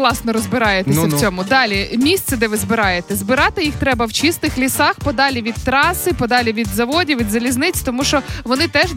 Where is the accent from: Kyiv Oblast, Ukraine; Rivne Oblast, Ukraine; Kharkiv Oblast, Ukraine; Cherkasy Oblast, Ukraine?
Kyiv Oblast, Ukraine; У нас, я виросла в Чорнобильській зоні, і в нас там недалеко туди далі, де вже йде зона відчуження, там дійсно дуже класні гриби.